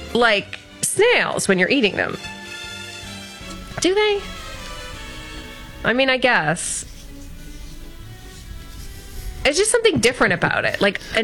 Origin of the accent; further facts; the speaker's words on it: Ontario, Canada; because I grew up in Essex County, so, you know, Lake St. Clair would be our Great Lake.